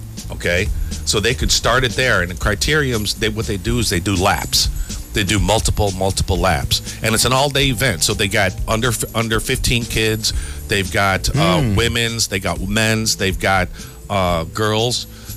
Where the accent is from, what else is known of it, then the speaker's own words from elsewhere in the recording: Chicago, Illinois, United States; moved away as an adult; I grew up in Chicago. I was there for 30 years.